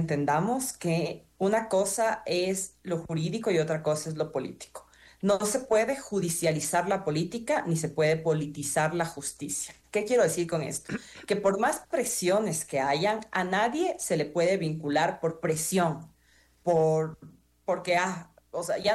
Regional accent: Ecuador; todos nosotros como ecuatorianos

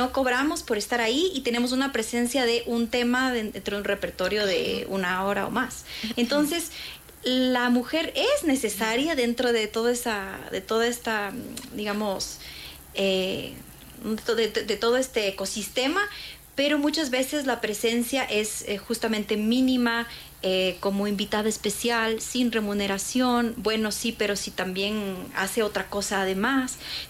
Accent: Ecuador; Siendo las mujeres ecuatorianas

